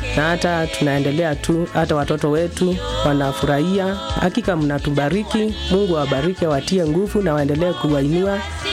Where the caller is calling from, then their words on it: Embu County, Kenya; kutoka kaunti ya Embu, EIC Yongoni.